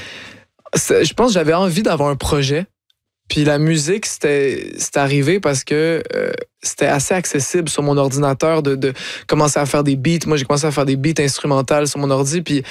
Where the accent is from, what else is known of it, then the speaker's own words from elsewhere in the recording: Quebec, Canada; je suis fier d'être québécois